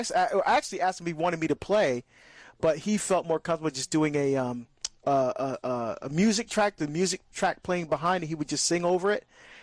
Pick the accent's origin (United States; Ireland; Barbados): Barbados; very popular in my country, my home country of Barbados. In fact, when my daughter Angela and I go home, I call home Barbados, that's where I'm from, right?